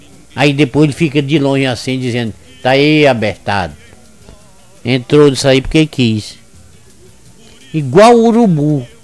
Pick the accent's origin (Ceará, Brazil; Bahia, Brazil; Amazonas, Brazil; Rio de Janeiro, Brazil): Ceará, Brazil; Ipu; born there; Aí é por isso que eu nasci em Ipu.